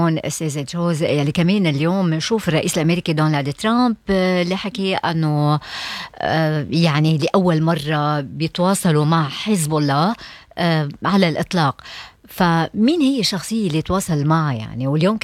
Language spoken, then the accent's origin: Arabic; Lebanon; عندنا بلبنان